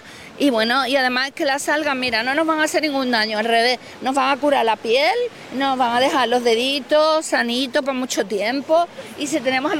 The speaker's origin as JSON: {"language": "Spanish", "town": "Seville", "region": "Andalusia", "country": "Spain", "said": "Y aunque nosotras vengamos de Sevilla, ¿verdad? Adoramos Cádiz, ¿a que sí?"}